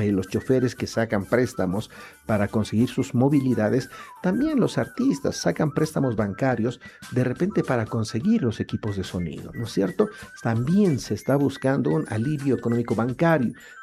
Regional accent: Bolivia; nos tiene que alarmar, no solamente como bolivianos o querendones del arte y de la cultura, sino como bolivianos en general

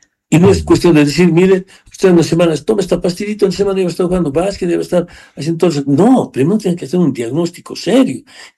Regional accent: Bolivia

